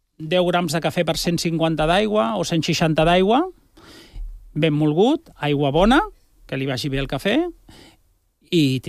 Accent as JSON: {"language": "Catalan", "town": "Barcelona", "region": "Catalonia", "country": "Spain", "said": "al meu barri, jo treballo de tota la vida al Born, els meus avis ja hi vivien i treballaven, els meus pares també, nosaltres també"}